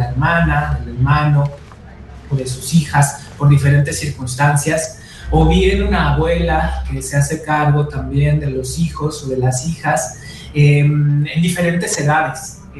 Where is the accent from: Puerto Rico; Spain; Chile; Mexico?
Mexico; si bien sí en nuestra concepción como mexicanos y mexicanas existe una madre.